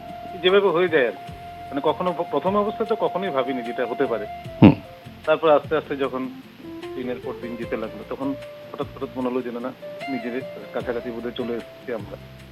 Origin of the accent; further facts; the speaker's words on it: Belonia, Tripura, India; moved away as an adult; now in Agartala, India; সেখানে একদম ছোটবেলা থেকেই, জন্মের পর থেকেই বিলুনিয়াতে বড় হয়ে ওঠা, একদম কলেজ অবধি বিলুনিয়াতে ছিলাম, তারপরেই তো চলে এলাম আগরতলায়। আর শৈশব যেমন কুটুপাটি করে সবার কাটে, সেই রকম আমাদেরও কেটেছিল। একাধারে ছিল গ্রামীণ পরিবেশ, পাশাপাশি শহুরে পরিবেশ, মানে দুটোরই স্বাদ পেয়েছি।